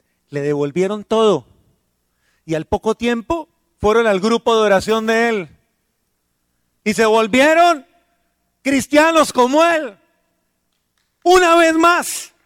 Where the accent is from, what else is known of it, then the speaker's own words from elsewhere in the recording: Bogotá, Colombia; moved away; en Bogotá, en mi tierra